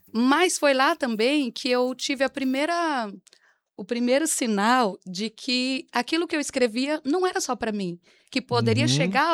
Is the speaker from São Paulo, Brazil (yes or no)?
yes; Capão Bonito, São Paulo, Brazil; Foi onde eu cresci.